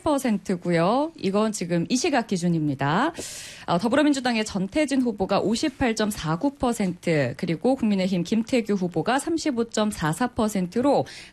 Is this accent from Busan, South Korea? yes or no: no; North Chungcheong, South Korea; 자, 충북 갈 건데요. 제 고향 충북.